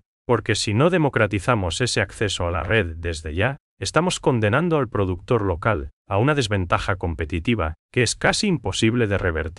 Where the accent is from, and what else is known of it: Paraguay